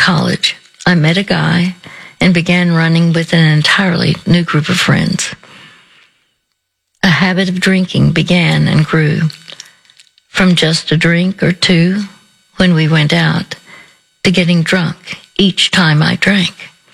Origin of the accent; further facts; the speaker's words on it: Dallas, Texas, United States; before finally moving back to my hometown. That was Dallas.